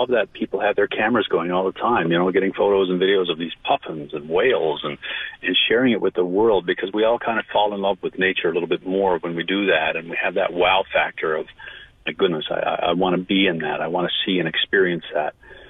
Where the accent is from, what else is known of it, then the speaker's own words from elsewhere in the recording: Newfoundland and Labrador, Canada; especially as a Newfoundlander and Labradorian and being exposed to the coast so much